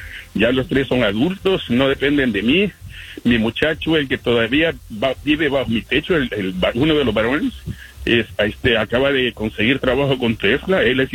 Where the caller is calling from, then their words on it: Houston, Texas, United States; a todos en la mesa, de Houston.